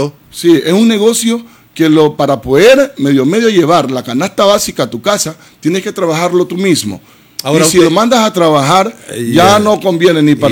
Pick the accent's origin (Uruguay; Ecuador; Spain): Ecuador; Esmeraldas; Y quien les habla nació en uno de los barrios más pobres de Esmeralda. Yo vengo de la Parada 7, de la Malecón y Ramón Tello. Yo vengo de allá, Malecón y Muriel.